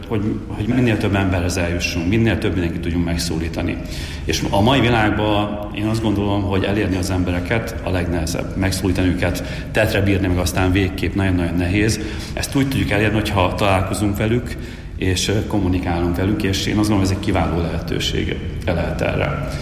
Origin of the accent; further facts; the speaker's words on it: Miskolc, Borsod-Abaúj-Zemplén, Hungary; mi nagyon büszkék vagyunk arra, hogy miskolciként ezt tesszük